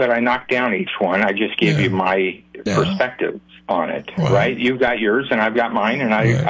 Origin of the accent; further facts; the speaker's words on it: San Luis Obispo, California, United States; growing up in San Luis Obispo